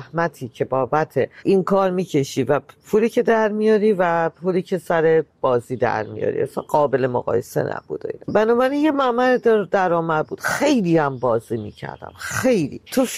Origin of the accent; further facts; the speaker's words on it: Iran; now in Germany; من 19 سال پیش از ایران اومدم بیرون.